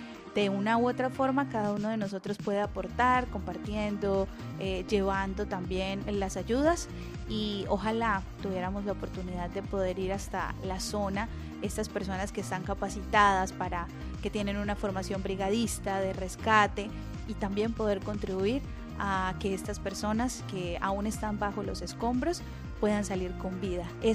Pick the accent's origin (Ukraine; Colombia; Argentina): Colombia; de nuestras personas que hacen parte de este país tan hermoso como lo es Colombia